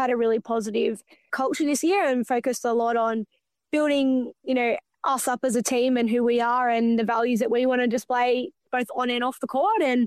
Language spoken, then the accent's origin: English; Bathurst, New South Wales, Australia; always growing up in Bathurst, had a very positive sporting relationship